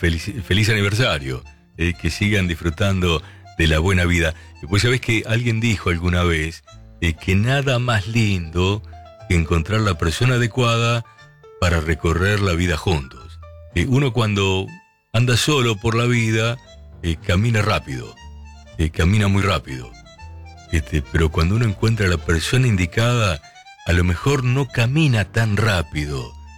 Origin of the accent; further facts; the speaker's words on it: Villa de Mayo, Buenos Aires Province, Argentina; escuchándote desde mi trabajo de vigilancia en Escobar, aunque yo soy de Villa de Mayo.